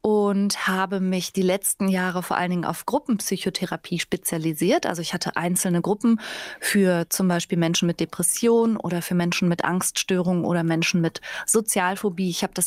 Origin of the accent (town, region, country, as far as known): Bergisch Gladbach, North Rhine-Westphalia, Germany